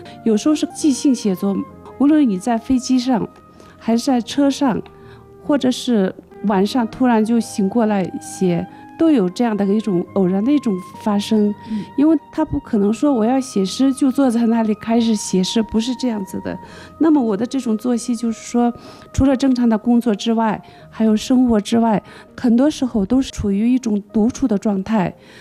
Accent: Rinbung, Tibet, China; now in Lhasa, China; 我是出生在日喀则，确切说就在仁布，那时候是一个小山村，特别小的一个山村，但是至今我觉得这是一个最美的山村。

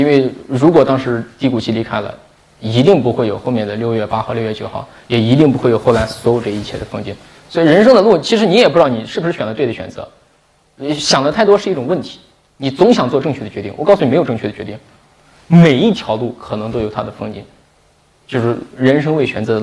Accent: Shaanxi, China; 我是一个陕西人，碳水之都

